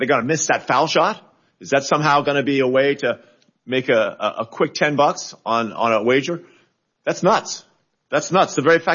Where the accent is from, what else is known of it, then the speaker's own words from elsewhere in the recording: Colorado, United States; my home state of Colorado